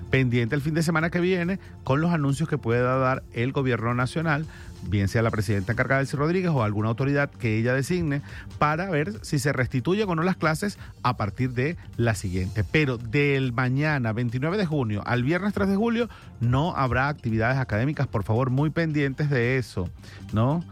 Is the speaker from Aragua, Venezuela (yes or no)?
no; Maracaibo, Zulia, Venezuela; Yo soy maracucho y en Maracaibo, en condiciones normales, casa donde usted llega, lugar donde usted llega, quieren ponerlo a comer, a tomarse un jugo, a no sé qué, porque en Maracaibo todos somos así.